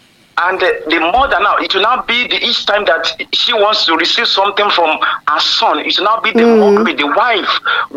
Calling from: Ibadan, Oyo, Nigeria; I'm speaking from Ibadan.

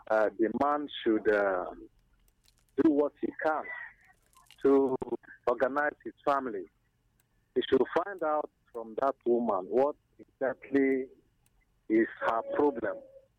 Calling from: Ebonyi, Nigeria; I'm reaching you from the Fualike Local Government, Ebonyi State.

